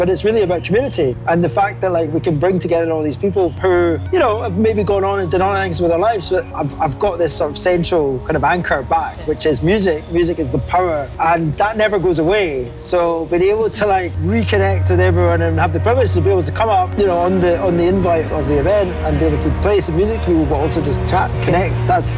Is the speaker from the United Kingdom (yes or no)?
yes; Glasgow, Scotland, United Kingdom; also born or lived in Edinburgh; I was born in Glasgow, so I'm Glaswegian. Lived here till I went to University in Edinburgh, did that, fled back to Glasgow as quickly as I possibly could after the degree.